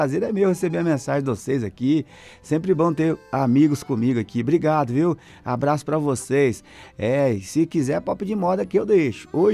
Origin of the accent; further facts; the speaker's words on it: Jales, São Paulo, Brazil; Obrigado, eu também sou lá de Jales.